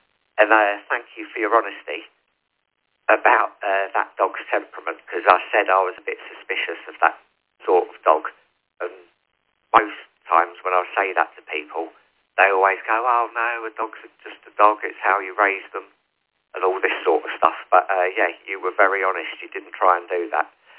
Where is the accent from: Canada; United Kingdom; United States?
United Kingdom; Rossendale, North West England; I'm from Rossendale, which is just on the outskirts of Burnley.